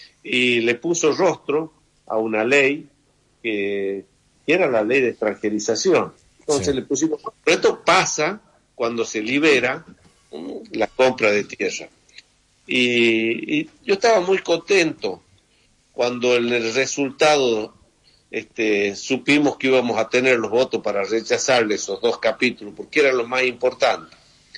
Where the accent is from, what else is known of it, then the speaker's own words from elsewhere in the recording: Chilecito, La Rioja, Argentina; also born or lived in Mendoza; viajamos porque había un potencial desarrollo en ese momento agrícola en zona de Chilecito y llegamos con esa misi